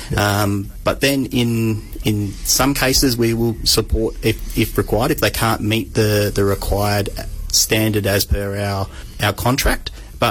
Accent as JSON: {"language": "English", "town": "Shark Bay", "region": "Western Australia", "country": "Australia", "tie": "born or raised there", "said": "I started as a chef back in my hometown in Shark Bay"}